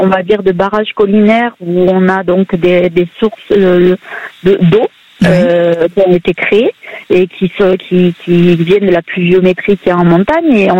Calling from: Occitanie, France; Donc dans le Gers, un petit village qui s'appelle Peyrus-Vieille. Donc un petit village où c'est vallonné, voilà, tout joli, tout mignon dans le Gers.

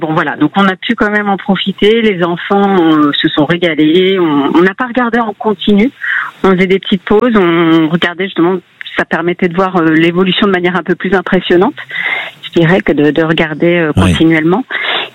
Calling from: Bordeaux, Nouvelle-Aquitaine, France; Je suis à Bordeaux

